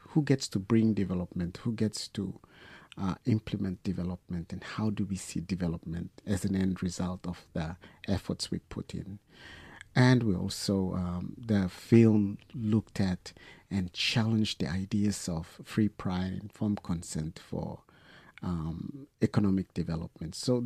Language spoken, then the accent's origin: English; East Sepik, Papua New Guinea; first language Iatmul; English is a second language; now in Brisbane, Australia; I'm from the Nungusume clan of the Sipik River Yatmul culture and language.